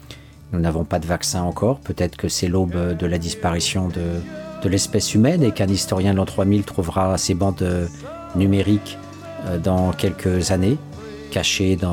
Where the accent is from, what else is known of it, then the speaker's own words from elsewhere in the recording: France; On est français, donc on fera ça.